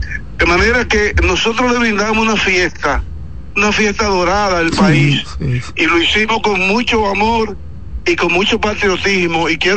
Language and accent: Spanish; Dominican Republic; Y tenemos la satisfacción del deber cumplido como verdaderos dominicanos